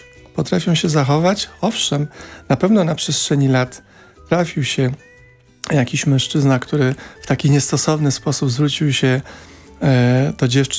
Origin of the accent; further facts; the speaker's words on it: Białobrzegi, Masovian Voivodeship, Poland; jesteśmy z Białobrzegów nad Pilicą.